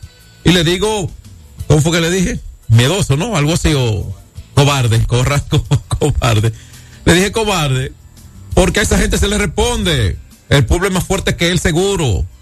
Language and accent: Spanish; Dominican Republic; Yo me siento bien como dominicano